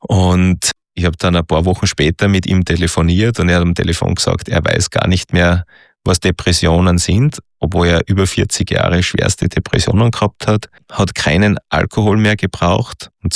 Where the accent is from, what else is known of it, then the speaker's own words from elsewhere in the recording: Austria; also bei uns in Österreich vor allem zwischen die zwei Verbände.